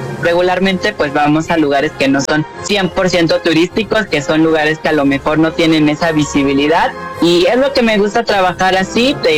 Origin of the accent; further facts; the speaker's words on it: Oaxaca, Mexico; Yo tengo una experiencia, yo soy de la Mixteca.